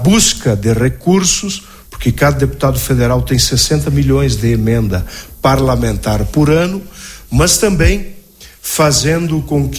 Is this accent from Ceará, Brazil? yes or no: no; Marau, Rio Grande do Sul, Brazil; representam o Rio Grande do Sul, mas sobretudo a minha terra, Marau.